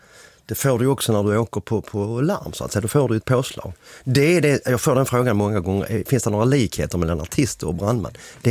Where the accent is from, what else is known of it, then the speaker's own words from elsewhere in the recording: Helsingborg, Skåne, Sweden; Vi kom ju inte från Stockholm, vi kom från Helsingborg.